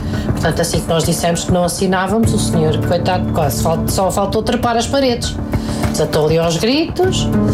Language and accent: Portuguese; Lisbon, Portugal; Não se esqueçam é que a minha terra é aqui. Portanto, tem que me dar dinheiro suficiente para eu comprar uma casa aqui. Porque eu não tenho terra. Eu nasci em Alcântara.